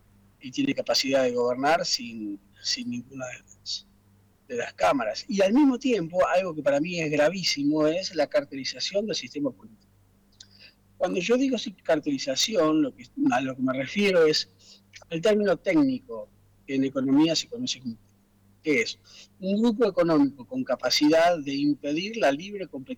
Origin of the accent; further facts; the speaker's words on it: Argentina; como los argentinos pensemos.